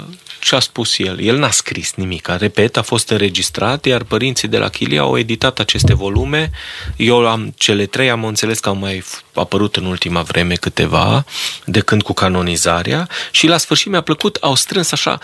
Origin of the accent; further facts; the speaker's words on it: Romania; Îmi pare rău că trebuie să spun lucrul acesta, pentru că eu sunt român și așa mă consider, ca un bun român, și îmi iubesc neamul.